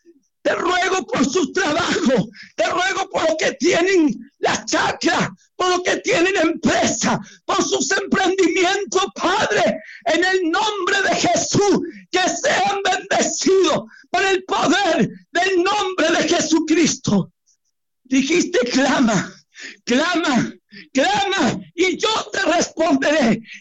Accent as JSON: {"language": "Spanish", "country": "Argentina"}